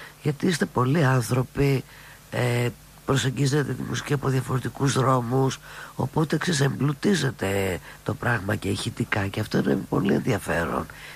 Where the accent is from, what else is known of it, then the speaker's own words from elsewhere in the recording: Athens, Attica, Greece; εμείς που είμαστε City Rats, δηλαδή παιδιά που γεννηθήκαμε στην Αθήνα, αυτό ξέρουμε. Εδώ γεννηθήκαμε, εδώ μεγαλώσαμε, εδώ ερωτευθήκαμε, εδώ ζούμε